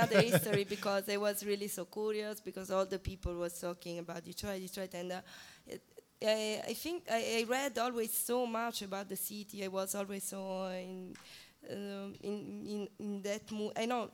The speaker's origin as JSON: {"language": "English", "town": "Bari", "region": "Apulia", "country": "Italy", "tie": "born or raised there", "also_born_or_lived": "Rostock", "moved": "yes", "lives_now": "Berlin, Germany", "said": "So basically, I come from Italy. I grew up there in the south of Italy, in Bari."}